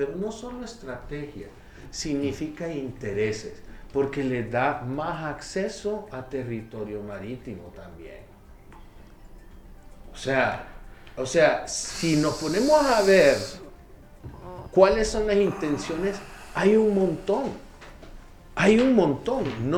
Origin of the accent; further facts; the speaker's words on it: Honduras; Tengo una posición como hondureño.